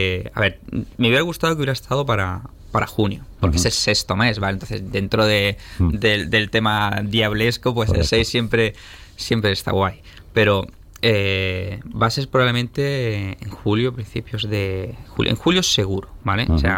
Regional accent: Almería, Andalusia, Spain; also born or lived in Melilla; O sea, yo al final soy de Almería, lo poco, lo mucho que tengo, es me he criado aquí

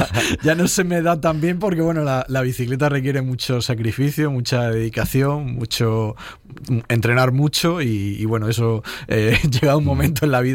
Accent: Huércal-Overa, Andalusia, Spain; es la calle Lepanto y la calle Juan de Austria, que es donde yo nací, donde viví mi infancia y donde viven mis padres todavía

